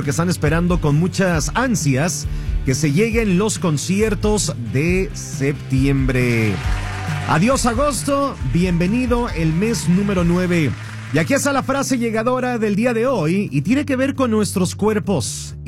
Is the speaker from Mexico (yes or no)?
yes; Mexico; nosotros como mexicanos